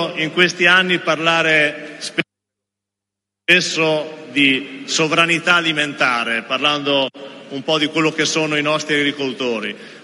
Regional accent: Emilia-Romagna, Italy; also born or lived in Modena / Ferrara; Io ve lo dico da emiliano, vengo da Modena e vengo da Ferrara

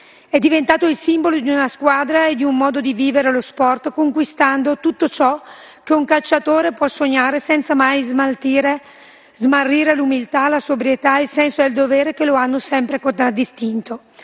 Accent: Brescia, Lombardy, Italy

